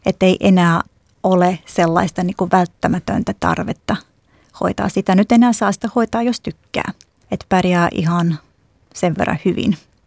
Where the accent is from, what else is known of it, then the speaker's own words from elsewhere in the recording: Jaunpils, Tukums Municipality, Latvia; moved away; Olen itse kotoisin Jaunpilsistä, joka on semmoinen 2000 asukkaan kylä Jurmalasta suunnilleen sinne Liettuan päin.